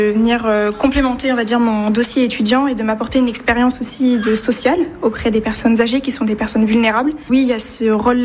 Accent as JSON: {"language": "French", "town": "Bruges", "region": "Nouvelle-Aquitaine", "country": "France", "tie": "born or raised there", "said": "j'ai 20 ans et je viens de Gironde. Je suis née à Bruges. J'ai grandi toute ma vie en Gironde."}